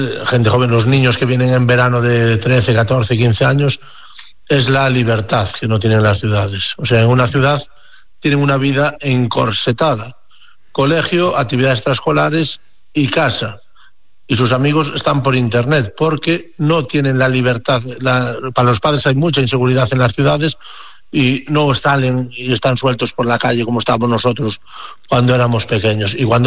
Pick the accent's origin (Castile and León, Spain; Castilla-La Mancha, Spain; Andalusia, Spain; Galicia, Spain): Galicia, Spain; also born or lived in Barcelona; Yo ya te digo, yo nací en Barcelona, pero ya de pequeñito me vine para Galicia